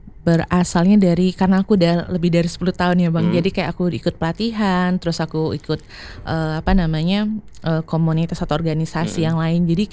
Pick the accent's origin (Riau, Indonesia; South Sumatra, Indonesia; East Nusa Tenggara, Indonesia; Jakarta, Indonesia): South Sumatra, Indonesia; Palembang; moved away; Betul, karena aku orang Palembang gitu kan. Karena aku pindah.